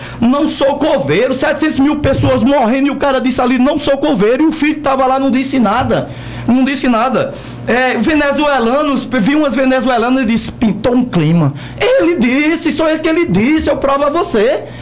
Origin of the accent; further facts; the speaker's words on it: Northeast Region, Brazil; Foi Lula que mandou você, Luciano, e Kennedy e eu comer capim, que sou nordestino?